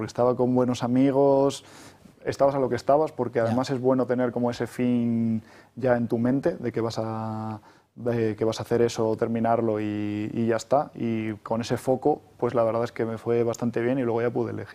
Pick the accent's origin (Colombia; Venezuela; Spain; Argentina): Spain; Eibar, Basque Country; ¿Sabes qué dicen de los de Eibar? Que somos como los de Bilbao, pero incluso un poco más.